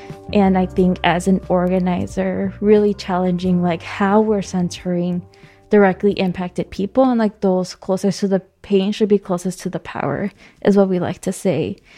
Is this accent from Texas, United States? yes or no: no; Chicago, Illinois, United States; I was born and raised in Barden Park, and people are like, where's Barden Park? And I was like, right next to Back of the Arts, and they're like, I know where that is. I'm in Hyde Park currently.